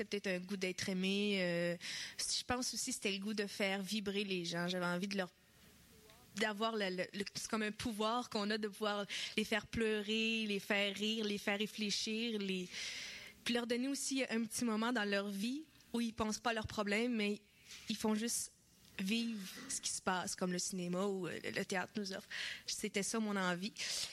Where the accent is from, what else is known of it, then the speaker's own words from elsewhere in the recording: Saint-Liboire, Quebec, Canada; born there; D'où je viens de Saint-Liboire, à côté de Saint-Hyacinthe. Je suis née sur une ferme.